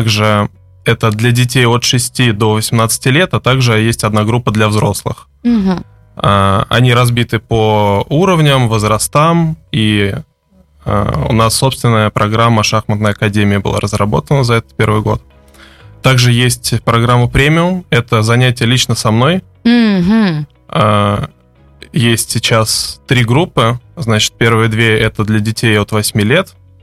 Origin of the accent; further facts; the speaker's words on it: Tula, Tula Oblast, Russia; born there; Я родился в Туле, да, и она родилась в Туле.